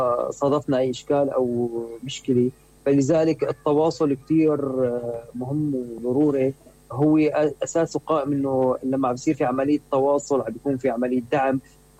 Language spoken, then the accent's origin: Arabic; Syria; بتركيبتنا نحن كمجتمع سوري متعودين على حياة العائلة